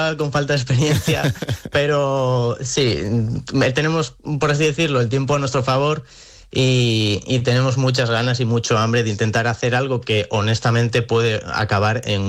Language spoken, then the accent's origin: Spanish; Comillas, Cantabria, Spain; Bueno, yo soy de Comillas, que Santander nos queda lejos, pero el Racing claramente pues es el equipo de aquí de Cantabria, que le tenemos todos muchísimo cariño.